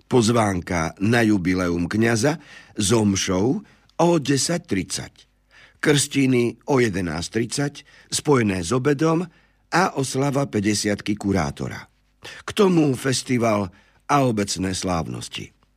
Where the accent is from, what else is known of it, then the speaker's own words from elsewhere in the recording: Prešov Region, Slovakia; ako sa u nás na Šariši vraví